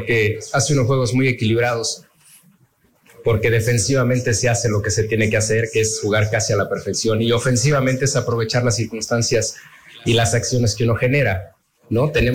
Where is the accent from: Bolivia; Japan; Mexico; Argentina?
Mexico; Yo soy mexicano, ¿no? Yo soy mexicano.